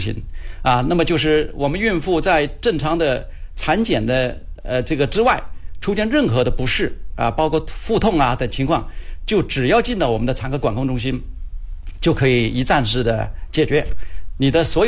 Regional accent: Foshan, Guangdong, China; 所以我们佛山人应该还是想生啊，爱生敢生。

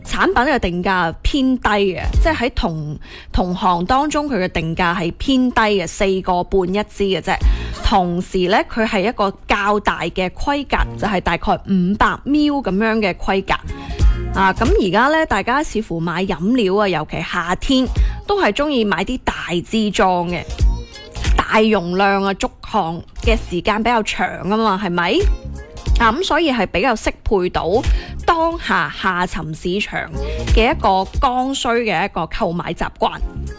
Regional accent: Guangdong, China; 我哋广东人呢又真係好多讲究嘅

